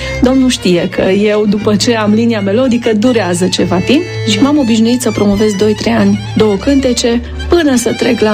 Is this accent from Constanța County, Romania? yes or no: no; Turda, Cluj County, Romania; să știe toată lumea că eu vin de la Turda.